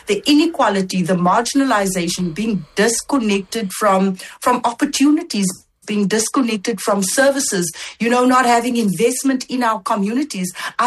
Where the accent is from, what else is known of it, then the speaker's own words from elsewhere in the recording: South Africa; now in Cape Town, South Africa; I may not be born and bred from the city of Cape Town, but after all, I am South African and I do belong here.